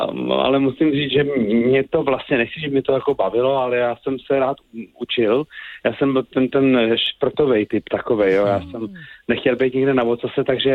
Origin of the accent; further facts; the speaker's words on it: Žatec, Ústí nad Labem Region, Czechia; jsem byl kluk ze Žadce, z malého města